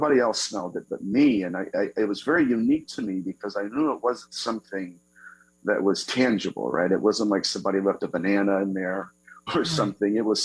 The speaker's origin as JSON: {"language": "English", "town": "Dayton", "region": "Ohio", "country": "United States", "said": "I am from Dayton, Ohio, so I'm a Buckeye."}